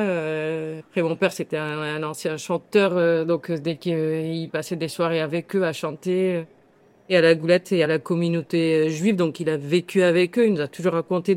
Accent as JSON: {"language": "French", "town": "Marseille", "region": "Provence-Alpes-Côte d'Azur", "country": "France", "tie": "born or raised there", "said": "J'ai 40 ans. Ça se voit pas. Normalement, tu dois dire non. Non, j'ai 40 ans et ça fait 40 ans que j'habite à Félix Piat. Après, j'ai juste changé d'immeuble."}